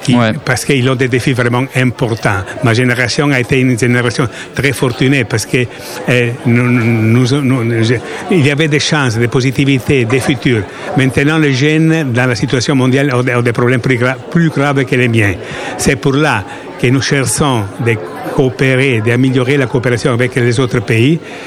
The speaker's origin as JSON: {"language": "French", "town": "Milan", "region": "Lombardy", "country": "Italy", "said": "Je viens de Milan, en Italie."}